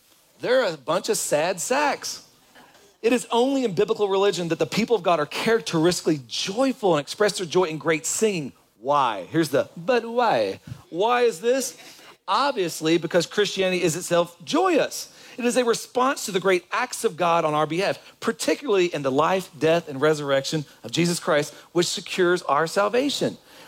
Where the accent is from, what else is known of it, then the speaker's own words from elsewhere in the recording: Kentucky, United States; Hey, I'm from Kentucky. When you're in Kentucky and when you hear my old Kentucky home, oh, it does something.